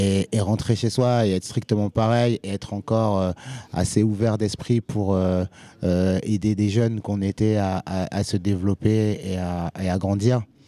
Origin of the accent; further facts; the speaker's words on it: Hauts-de-France, France; chez nous dans le Nord quand on était ados